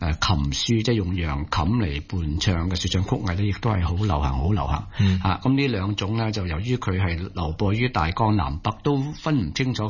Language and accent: Cantonese; Guangdong, China; 我哋廣東人